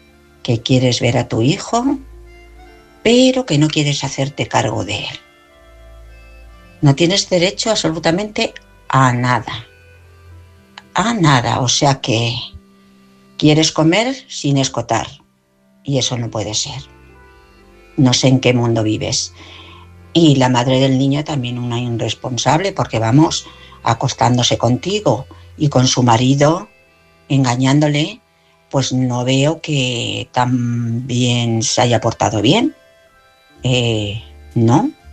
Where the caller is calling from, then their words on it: Madrid, Community of Madrid, Spain; Hola, buenas noches. … de Madrid.